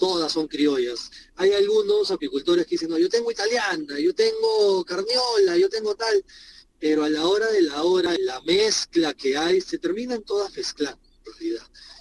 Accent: Peru

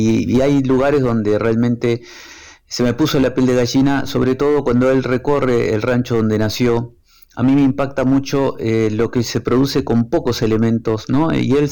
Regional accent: Epuyén, Patagonia, Argentina; also born or lived in El Bolsón; pasé parte de mi niñez en la Patagonia, en dos lados de la Patagonia, que es la costa este y después lo que es la zona andina. Ahí estuve en Epuyén, en el Bolsón

